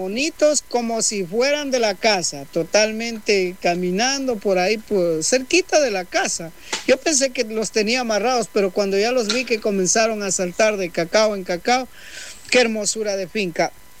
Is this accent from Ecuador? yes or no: yes; Santo Domingo, Santo Domingo de los Tsáchilas, Ecuador; casi la mayoría de los que estamos aquí en Amazonía somos migrantes, unos de Loja, de Manabí, de Esmeraldas, yo en mi caso de Santo Domingo.